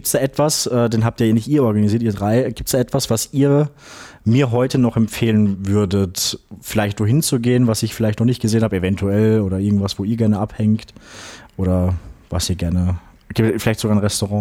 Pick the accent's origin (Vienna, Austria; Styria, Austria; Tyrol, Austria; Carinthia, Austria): Styria, Austria; Graz; born or raised there; moved away